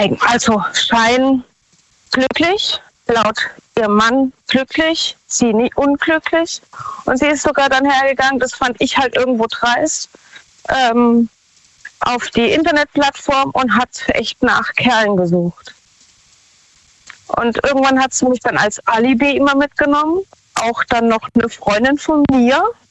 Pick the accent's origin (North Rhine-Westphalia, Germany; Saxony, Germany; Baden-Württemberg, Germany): Baden-Württemberg, Germany; Von Baden-Württemberg. Nähe Karlsruhe.